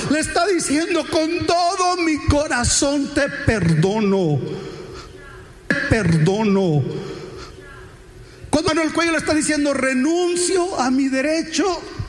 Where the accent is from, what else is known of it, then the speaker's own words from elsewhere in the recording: Mexico; El 70% de los latinoamericanos somos mexicanos.